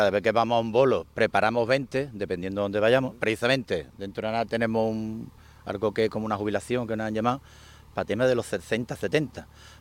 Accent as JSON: {"language": "Spanish", "town": "Puerto Real", "region": "Andalusia", "country": "Spain", "said": "No sé si conocéis de sitio, yo soy de Puerto Real y recomiendo que vayáis allá a Raíces también."}